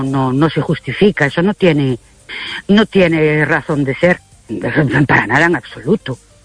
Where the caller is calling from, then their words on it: Ourense, Galicia, Spain; Hola, buenas noches … de Urense otra vez.